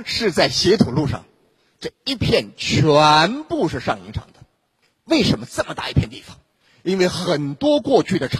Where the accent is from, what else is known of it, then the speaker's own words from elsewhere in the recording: Shanghai, China; moved away; 回到我的故乡上海，感觉真好啊。